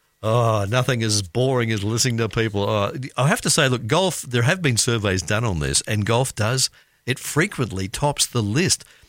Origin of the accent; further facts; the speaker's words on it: Queensland, Australia; also born or lived in New South Wales; yeah, I'm from Queensland. I've actually spent more of my life in New South Wales than I did Queensland.